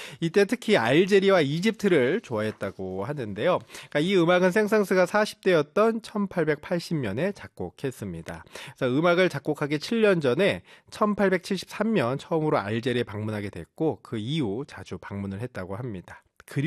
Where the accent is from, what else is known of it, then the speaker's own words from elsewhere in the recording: Seongnam, Gyeonggi Province, South Korea; also born or lived in Seoul; 그 이제 저 성남 출신이거든요. 경기도